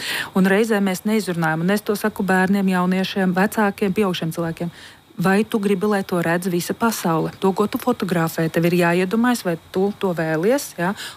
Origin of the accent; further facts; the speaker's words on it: United Kingdom; bet tā kā es no Lielbritānijas, tad šobrīd tur ir tūkstošiem bērnu